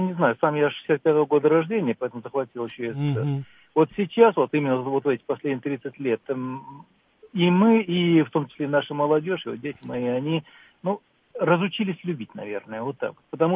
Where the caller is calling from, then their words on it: Moscow, Russia; из Москвы.